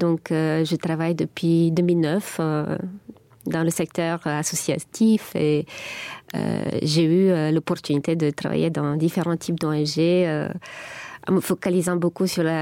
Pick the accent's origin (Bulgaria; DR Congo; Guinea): Bulgaria; Plovdiv, Plovdiv Province; French is a second language; moved away as an adult; also born or lived in Lyon, France / Nancy, France; now in Luxembourg; je suis originaire de Plovdiv. Mmh. C'est la deuxième ville après la capitale. Ça se trouve au centre du pays. Une ville avec beaucoup d'histoire.